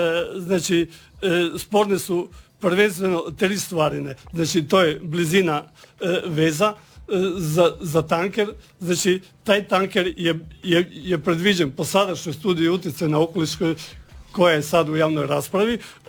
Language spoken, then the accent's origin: Croatian; Koromačno, Istria County, Croatia; mi dolazimo iz Koromačna, zna se da je Koromačno poznato po cementari.